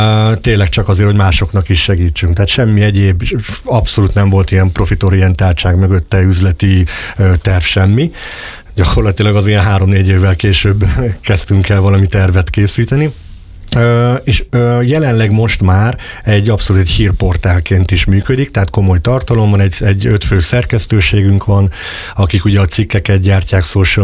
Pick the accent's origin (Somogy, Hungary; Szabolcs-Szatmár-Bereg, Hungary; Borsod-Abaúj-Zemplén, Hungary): Somogy, Hungary; Balatonkeresztúr; born there; moved away as an adult; also born or lived in Fonyód / Budapest / Szeged; now in Keszthely, Hungary; ott nőttem fel, 8 éves koromban költöztünk családdal Balaton keresztúra, ahol fejeztem az általános iskolát, majd Fonyódon érettségiztem a gimnáziumba, onnan ugye hát azért az utam Budapest és Szegedre vezetett egyetemre